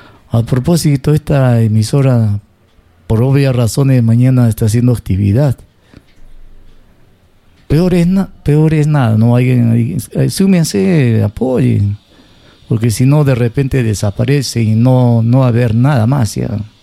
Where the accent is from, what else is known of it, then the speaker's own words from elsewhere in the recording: Peru; Si somos peruanos, los peruanos estamos peor